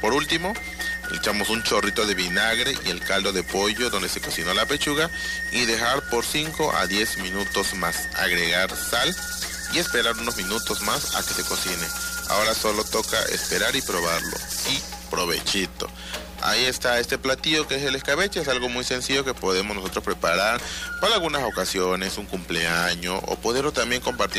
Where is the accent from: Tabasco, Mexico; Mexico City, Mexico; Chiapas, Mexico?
Tabasco, Mexico; Ahora vamos en nuestra sección Aprendiendo Yocotán con nuestra variante este. Es muy importante recalcar, porque pues hay otras variantes, como es en Acajuca, Macuspana, en Centla, y nosotros aquí en el municipio del Centro.